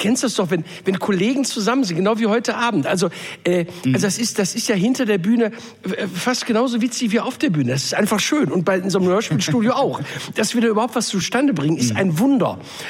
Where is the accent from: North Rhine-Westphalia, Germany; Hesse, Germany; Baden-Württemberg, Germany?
North Rhine-Westphalia, Germany; Bei uns im Pott sagst du Haiopai zu sowas.